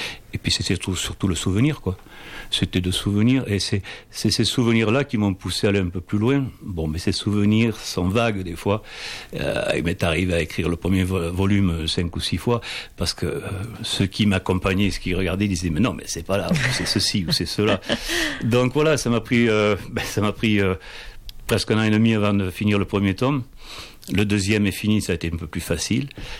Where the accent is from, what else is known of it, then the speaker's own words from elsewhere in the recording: Lourdes, Occitanie, France; born there; Ah oui, je suis né à Lourdes. Mm-hmm. Ils m'ont rejeté, je n'étais pas miracle. Donc ils m'ont envoyé à Lobalagnas.